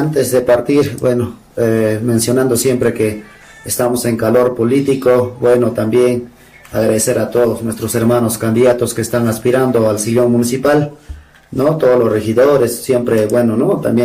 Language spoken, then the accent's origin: Spanish; Challhuahuacho, Apurímac, Peru; en su mayoría de nuestro distrito Chalhuacho